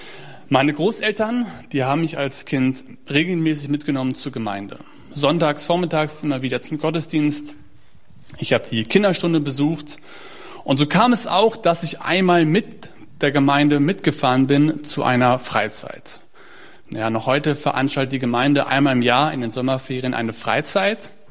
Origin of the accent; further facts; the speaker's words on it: Detmold, North Rhine-Westphalia, Germany; born there; Ich bin schon hier in Detmold geboren worden